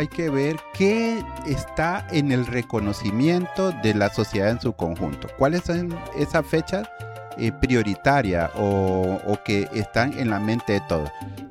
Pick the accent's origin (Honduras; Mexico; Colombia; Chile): Honduras